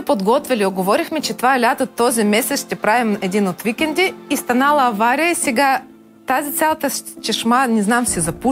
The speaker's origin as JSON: {"language": "Bulgarian", "town": "Poltava", "region": "Poltava Oblast", "country": "Ukraine", "second_language": "Bulgarian", "moved": "as an adult", "lives_now": "Hisarya, Bulgaria", "said": "Преди 14 години пристигнах с влак. В принцип съм от град Полтава, който е голям като Пловдив."}